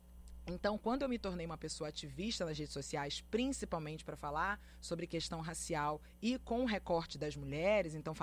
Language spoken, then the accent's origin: Portuguese; Rio de Janeiro, Brazil